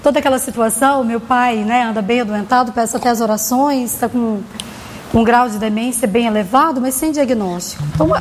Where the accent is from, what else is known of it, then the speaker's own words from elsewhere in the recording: Goiás, Brazil; moved away; Eu sou goiana, o senhor sabe, né?